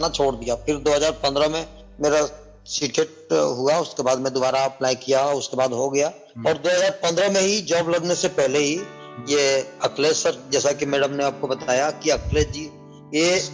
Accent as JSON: {"language": "Hindi", "region": "Jharkhand", "country": "India", "said": "sir, आपको मैं जैसा कि बताया हूँ कि मैं झारखंड से बिलोंग करता हूँ"}